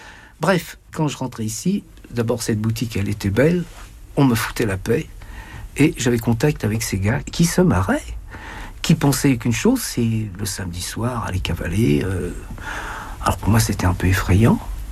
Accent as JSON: {"language": "French", "town": "Paris", "region": "Île-de-France", "country": "France", "tie": "born or raised there", "said": "Moi, je suis parisien. C'est Paris qui m'a fait. Je suis vraiment le gosse de Paris."}